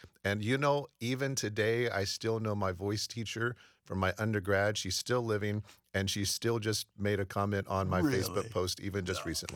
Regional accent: Ohio, United States; Grew up in Southwest Ohio, but my music minister had gone to Murray

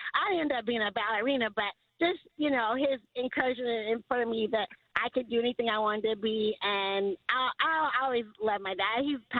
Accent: Lima, Ohio, United States; also born or lived in Kentucky; My dad, it was me and my brother. We grew up in Lima, Ohio, until we moved to Kentucky

